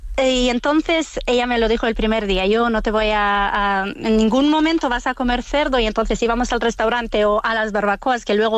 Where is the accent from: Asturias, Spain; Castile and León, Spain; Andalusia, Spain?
Asturias, Spain; La Borbolla; born there; y las fiestas de la Borbolla pues es algo que hasta hoy son las fiestas de mi pueblo.